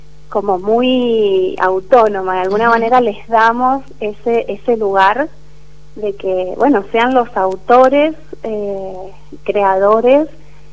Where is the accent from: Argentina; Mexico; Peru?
Argentina; Mendoza; moved away as an adult; now in Buenos Aires, Argentina; en principio soy mendocina.